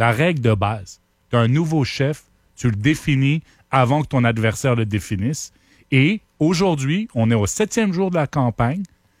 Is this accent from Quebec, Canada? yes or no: no; Ottawa, Ontario, Canada; Moi, je viens d'Ottawa.